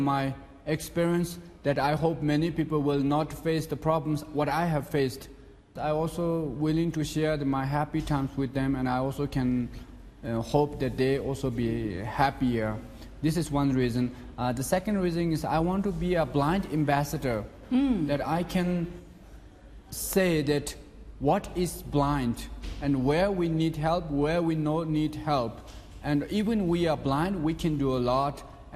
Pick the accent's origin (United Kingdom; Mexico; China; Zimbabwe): China; Tibet; I think number one is when I say I'm from Xizang, they will think like, wow, this is number one.